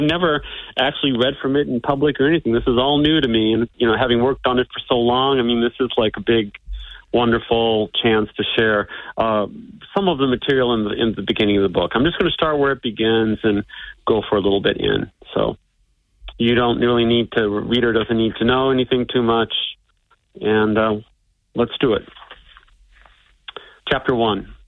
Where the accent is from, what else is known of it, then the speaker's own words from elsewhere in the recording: Davenport, Iowa, United States; now in Staten Island, New York, United States; I grew up on the Mississippi River in urban Iowa, and it was nothing like the bucolic area that people in other parts of the country might think.